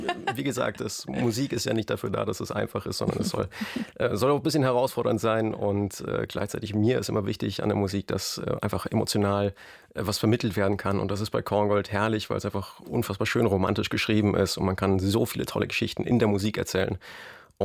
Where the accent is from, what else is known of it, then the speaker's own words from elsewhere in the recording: Bavaria, Germany; Als Bayer ist man dann natürlich ein bisschen automatischer naturgebunden mit den Alpen vor der Haustür.